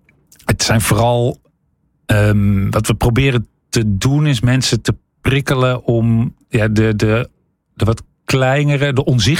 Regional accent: Netherlands; Nou, we weten best wel wat als Nederlanders.

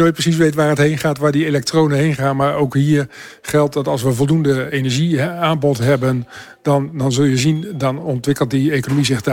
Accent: Eemshaven, Groningen, Netherlands; Daar kom ik vandaan.

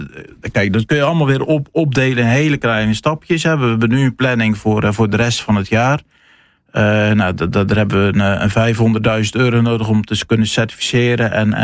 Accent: Netherlands

